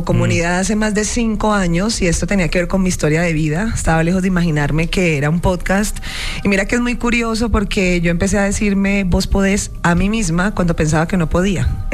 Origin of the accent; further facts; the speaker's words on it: Cali, Valle del Cauca, Colombia; now in Bogotá, Colombia; yo soy caleña, ve. Desde Cali, Colombia. Yo vengo de Bogotá, porque yo vivo en Bogotá, pero yo soy de Cali.